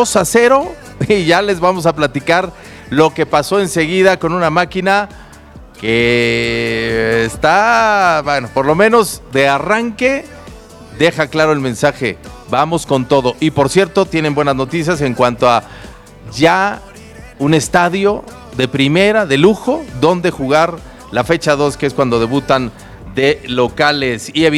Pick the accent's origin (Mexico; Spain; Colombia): Mexico; y te lo digo como mexicano, que sé que se siente, de muchas frustraciones